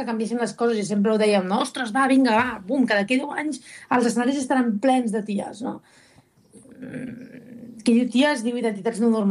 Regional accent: Vilassar de Dalt, Catalonia, Spain; Que el … és un noi de Vilassar, que soc de Vilassar de Dalt.

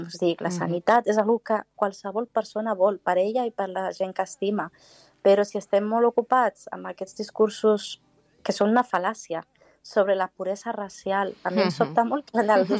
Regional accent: Larache, Tanger-Tetouan-Al Hoceima, Morocco; el xurros de l'espanyol que tiene una xurreria en Plaza España, en Larache, que és el nord de Marruecos, on jo vaig créixer

